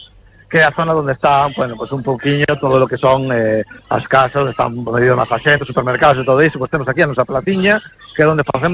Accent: Bañobre, Galicia, Spain; eu digo polo meu pueblo, ¿no? Bañobre, quer dizer, non somos nin concello, temos unha verbena, ¿no?

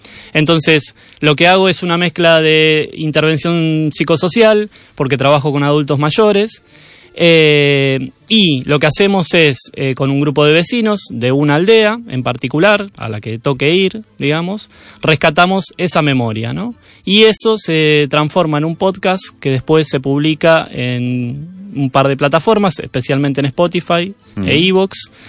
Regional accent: Argentina; moved away as an adult; now in Galicia, Spain; Yo trabajé en radio 20 años en Argentina. Bueno, se habrán dado cuenta que soy argentino.

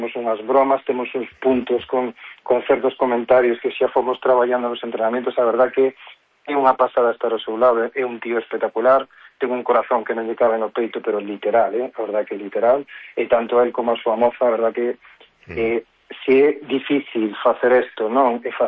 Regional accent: Corcubión, Galicia, Spain; Somos aquí, somos de Corcubión, pero claro, non coñecíamos nada o camiño.

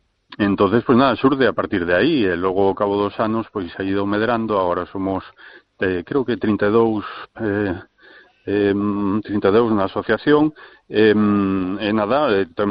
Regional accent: Vigo, Galicia, Spain; Actuamos a nivel galego, pero a maioría somos de Vigo, sí.

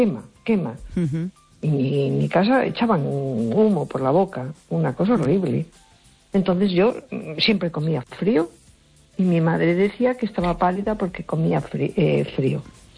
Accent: A Coruña, Galicia, Spain

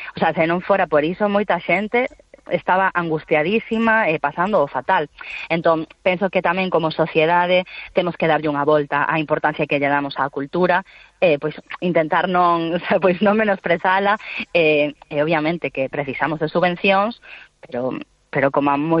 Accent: Galicia, Spain; a ver, nós tamén somos creadoras galegas, co cal sempre a nosa visión o facemos dende a nosa idiosincrasia

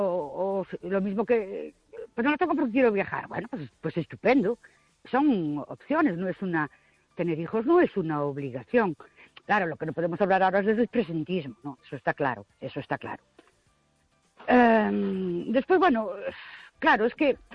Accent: Ourense, Galicia, Spain

